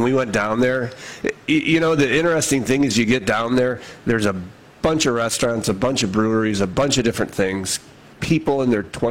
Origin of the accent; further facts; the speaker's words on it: Toledo, Ohio, United States; moved away as an adult; now in Oak Harbor, United States; growing up in West Toledo back in the 70s and 80s